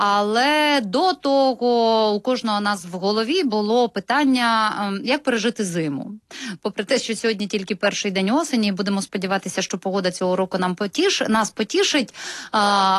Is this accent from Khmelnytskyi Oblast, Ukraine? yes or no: no; Kyiv, Ukraine; І ми, кияни, хочемо розуміти, що це.